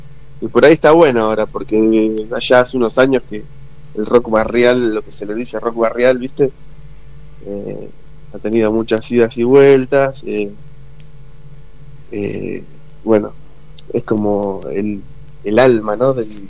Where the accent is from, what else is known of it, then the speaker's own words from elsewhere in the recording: Junín, Buenos Aires Province, Argentina; now in La Plata, Argentina; Éramos chicos de barrio que nos mudamos a una gran ciudad como La Plata, pero yo, por ejemplo, soy de Junín, del interior del país, de la provincia, y además de un barrio, ¿viste? Y de ahí salté a La Plata